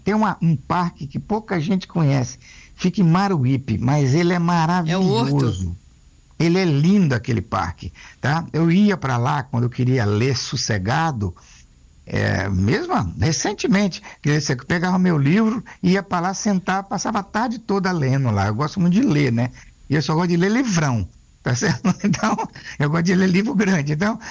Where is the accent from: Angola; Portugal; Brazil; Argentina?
Brazil; Alegre, Espírito Santo; eu sou do Principado do Alegre